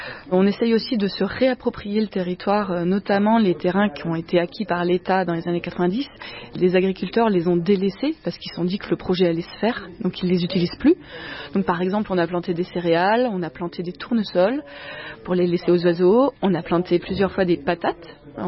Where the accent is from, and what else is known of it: Auvergne-Rhône-Alpes, France